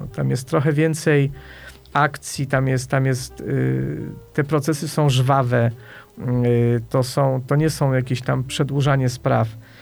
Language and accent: Polish; Kraków, Lesser Poland, Poland; moved away as an adult; also born or lived in Wieliczka; now in United States; Nagle jestem z Krakowa, nie jestem z rodziny adwokackiej, więc skończyłem studia prawnicze, potem aplikacje i gdzieś tam grzebałem sobie sprawę trochę w Krakowie, trochę w Wieliczce. Ja byłem w Wieliczce adwokatem.